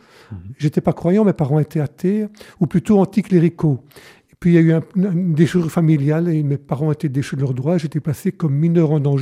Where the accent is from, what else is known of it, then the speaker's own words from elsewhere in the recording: Pottes, Wallonia, Belgium; born there; Alors je suis né plutôt à Pote, donc c'est une petite ville à quelques kilomètres de Tournai, dans le Tournaisis donc.